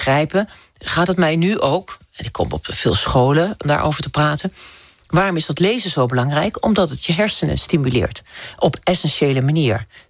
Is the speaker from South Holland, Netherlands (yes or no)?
no; Drenthe, Netherlands